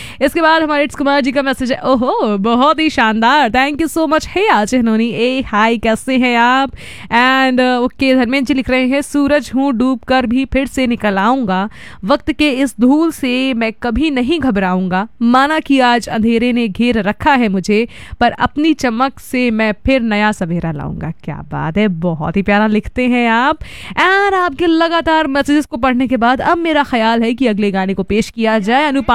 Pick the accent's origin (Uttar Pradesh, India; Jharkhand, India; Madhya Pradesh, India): Uttar Pradesh, India; Gonda; मैं तो गोंडा से हूं।